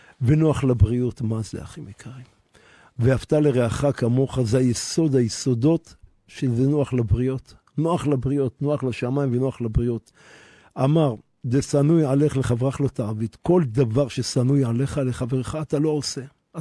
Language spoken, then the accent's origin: Hebrew; Jerusalem, Jerusalem District, Israel; אני גדלתי בשכונת בוחרים, פה בירושלים